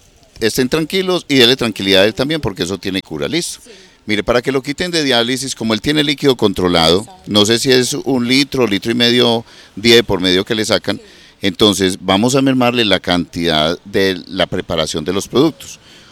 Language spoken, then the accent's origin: Spanish; Medellín, Antioquia, Colombia; also born or lived in San Martín; ahí en la curva, eso se llama Chile con Darién, ahí me crié yo. Me crié porque yo nací propiamente en San Martín.